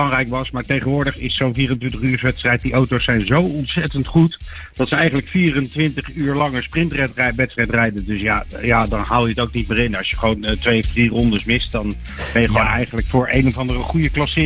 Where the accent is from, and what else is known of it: Netherlands